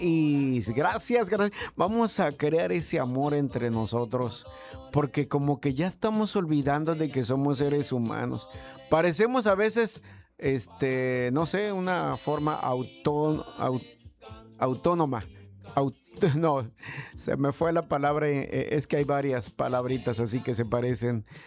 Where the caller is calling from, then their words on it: Jalpa de Méndez, Tabasco, Mexico; Sí, gracias, saludos, somos de Jalpa de Méndez.